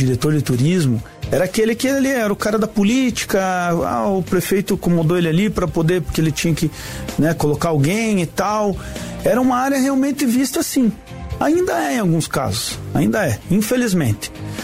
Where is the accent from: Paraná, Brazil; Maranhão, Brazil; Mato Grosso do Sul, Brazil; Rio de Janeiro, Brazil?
Paraná, Brazil; São José dos Pinhais; also born or lived in Curitiba; Eu nasci no Hospital São Vicente, em Curitiba. Me criei, né? Fui criado ali em São José dos Pinhais, no bairro Afonso Pena. Depois eu fui lá para Piem, para a região Sul-Leste